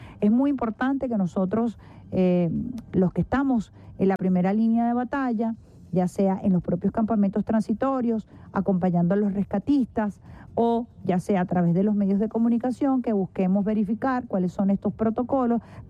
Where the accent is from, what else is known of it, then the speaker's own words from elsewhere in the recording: Venezuela; nosotros en Venezuela tenemos una presidenta mujer